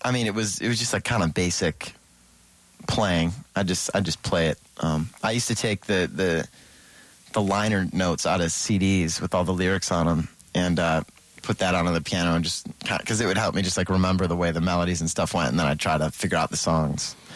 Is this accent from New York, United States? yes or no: yes; Rochester, New York, United States; born or raised there